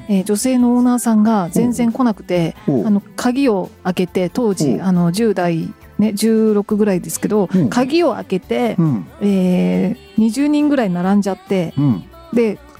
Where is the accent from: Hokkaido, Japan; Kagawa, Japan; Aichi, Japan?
Kagawa, Japan; 実は私あの地元の香川県にいる頃にですね、あの31で、バイトしてたことがあるんですけど、